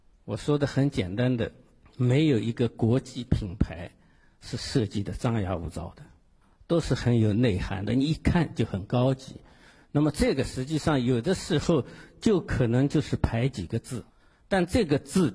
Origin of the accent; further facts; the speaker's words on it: Shanghai, China; 在里边我们上海人叫很服帖